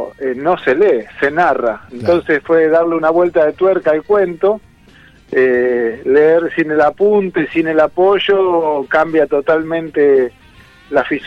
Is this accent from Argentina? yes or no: yes; Argentina; es un tema que no solo nos atañe a nosotros como argentinos